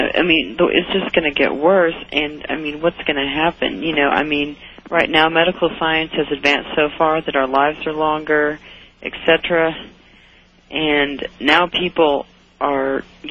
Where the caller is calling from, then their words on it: Nashville, Tennessee, United States; I'm calling from Nashville, Tennessee.